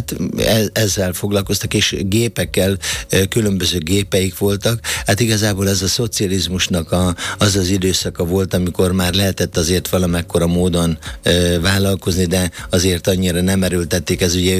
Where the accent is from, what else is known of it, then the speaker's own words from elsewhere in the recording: Jászkarajenő, Pest, Hungary; ez nagyon vidék arra, ahol én születtem, ugye én Jászkar Jenőn születtem